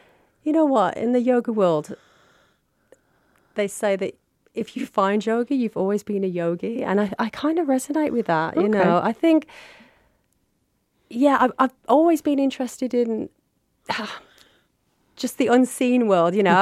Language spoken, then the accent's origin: English; Willenhall, West Midlands, United Kingdom; moved away as an adult; also born or lived in London; I'm from Willenhall originally, you know, little old Willenhall. I moved away to London at 18 and moved back up here in 2014.